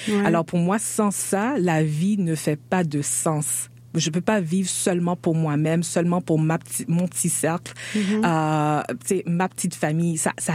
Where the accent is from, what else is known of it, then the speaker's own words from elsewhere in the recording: Montreal, Quebec, Canada; j'ai grandi dans l'Est, mais présentement j'habite pas ça, fait que j'habite pas là